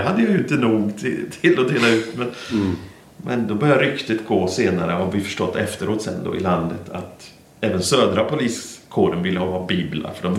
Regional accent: Albania; accent: North Albanian dialect; Och jag pratar en nordalbansk dialekt. Så jag kan väl... Liksom, typ om du hör en riktig skåning. Så låter det när jag pratar albanska.

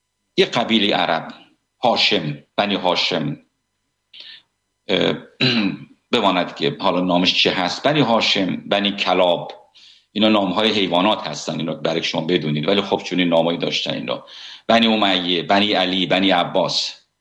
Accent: Iran; من ایرانی هستم

